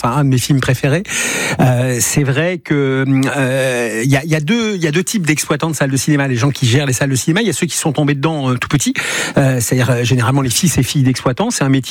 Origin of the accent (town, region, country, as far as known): Elbeuf, Normandy, France; born or raised there